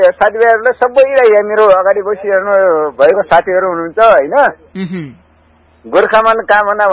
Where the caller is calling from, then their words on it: Ghorahi, Lumbini Province, Nepal; घोराईतिरबाट